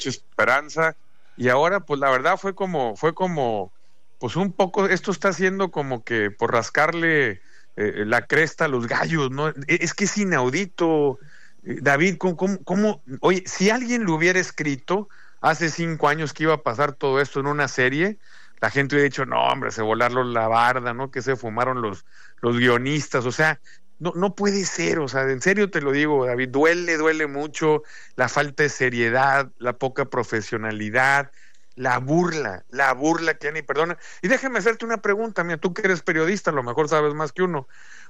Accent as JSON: {"language": "Spanish", "region": "Sinaloa", "country": "Mexico", "said": "cada vez somos más los sinaloenses que damos un paso al frente"}